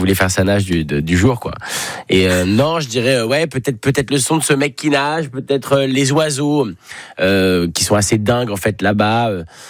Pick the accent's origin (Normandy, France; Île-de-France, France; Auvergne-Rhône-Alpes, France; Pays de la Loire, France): Île-de-France, France; Paris; Moi, j'ai passé beaucoup de temps près de la Méditerranée où, évidemment, j'ai grandi à Paris.